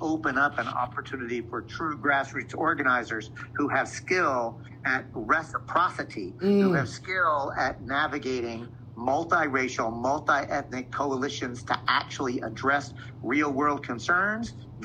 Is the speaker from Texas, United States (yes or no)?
yes; Texas, United States; I'm from Texas, right? And I'm 63 years old from Texas.